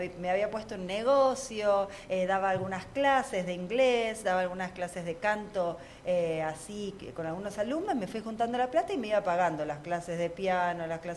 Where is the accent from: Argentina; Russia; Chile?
Argentina; Monte Grande, Buenos Aires Province; allá de donde soy yo, que soy de Monte Grande, el conurbano bonaerense.